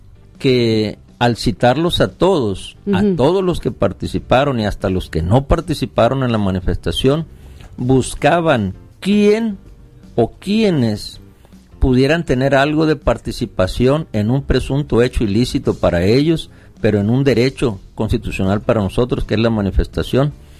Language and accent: Spanish; Sinaloa, Mexico; somos sinaloenses